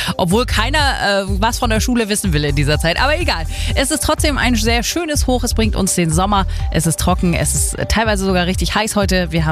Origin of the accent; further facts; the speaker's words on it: Schleswig-Holstein, Germany; Wir als Schleswig-Holsteiner mit dem Land zwischen den Meeren wissen aber natürlich